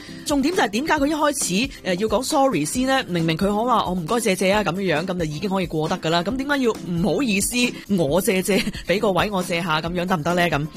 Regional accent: Hong Kong

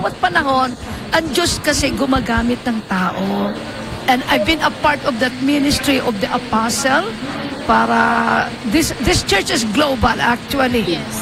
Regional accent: Toronto, Ontario, Canada; dahil ako naman taga Toronto ako, pinalo up nila hanggang sa lumago ng lumago, hanggang dumating sa 16th year.

